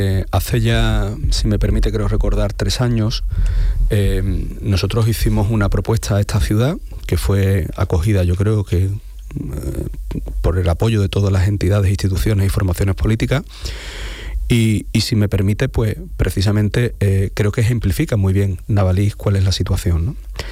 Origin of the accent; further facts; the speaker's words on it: Cádiz, Andalusia, Spain; para los que somos de aquí de Cádiz